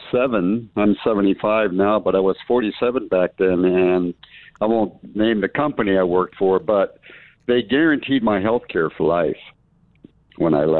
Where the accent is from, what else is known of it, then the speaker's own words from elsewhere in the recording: San Francisco, California, United States; moved away as an adult; now in La Porte, Minnesota, United States; I grew up in San Francisco